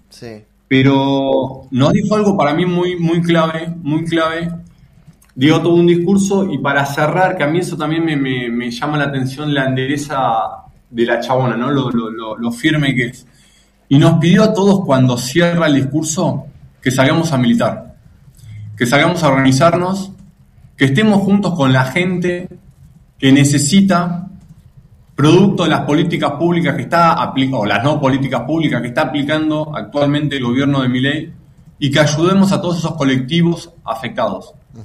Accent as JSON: {"language": "Spanish", "country": "Argentina", "said": "nos conmociona mucho como argentinos también"}